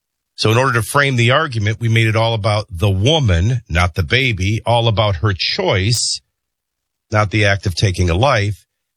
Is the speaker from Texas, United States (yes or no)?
no; Chicago, Illinois, United States; Oh, I'm saying I grew up in Chicago.